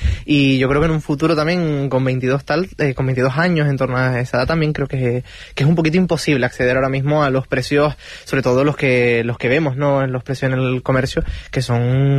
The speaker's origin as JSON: {"language": "Spanish", "town": "La Orotava", "region": "Canary Islands", "country": "Spain", "said": "las 4 o 5 personas del lugar, los que somos de la Orotava, que lo conocíamos"}